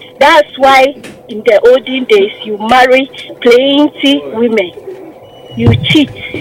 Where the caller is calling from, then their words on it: Santasi, Ashanti, Ghana; I'm calling from Santasi.